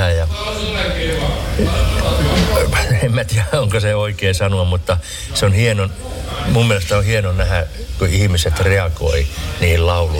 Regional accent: Tampere, Pirkanmaa, Finland; Mä oon Tampereelta.

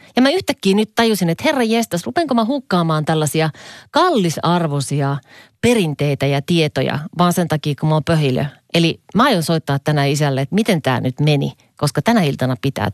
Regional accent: Kajaani, Kainuu, Finland; now in Helsinki, Finland; kun mä oon Kajaanista kotoisin, niin sehän nyt on niin kuin enemmän tuolla idässä. Niin kyllä se on vasta mulla. Vaikka mä olen asunut siis pois Kajaanista täällä etelässä ja Helsingissä ja ulkomailla.

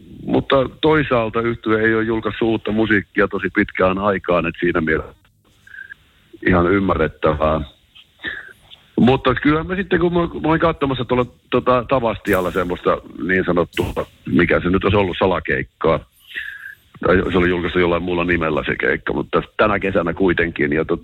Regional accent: Joensuu, North Karelia, Finland; me tultiin Joensuusta

